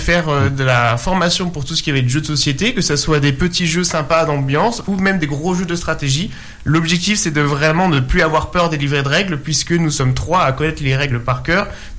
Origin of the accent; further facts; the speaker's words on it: Mexico; now in Decize, France; Donc moi, à l'origine, je suis du Mexique, j'ai l'habitude d'avoir un peu des activités dans les grandes villes.